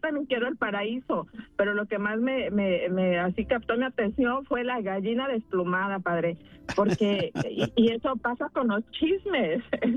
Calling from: Inglewood, California, United States; reina de Inglewood.

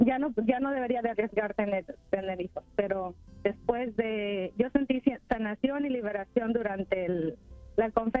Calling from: Chicago, Illinois, United States; yo soy de Chicago, estoy en Lake Zurich

